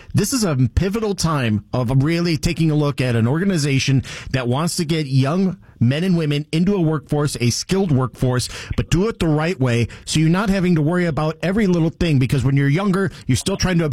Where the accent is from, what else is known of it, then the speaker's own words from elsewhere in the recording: Detroit, Michigan, United States; now in Southern Nevada, United States; And I've lived in Southern Nevada for 30 years, but I grew up in Detroit.